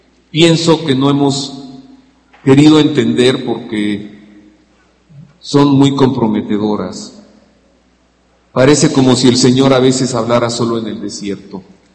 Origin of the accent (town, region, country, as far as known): Mexico